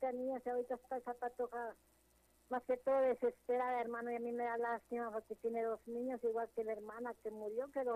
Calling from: Jalapa, Guatemala; Aquí le llamo de Jalapa.

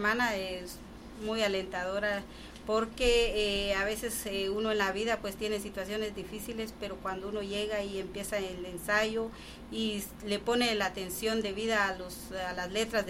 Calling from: San Raimundo, Guatemala Department, Guatemala; nosotros somos de allá de San Raimundo.

